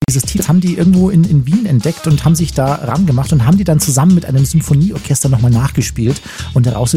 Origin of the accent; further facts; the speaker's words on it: Bavaria, Germany; Wir waren natürlich in meiner Heimat im Chiemgau. Ja, da wurde groß gefeiert auf einem riesengroßen Feld, hat das Festival stattgefunden. Und ich habe mich heimisch gefühlt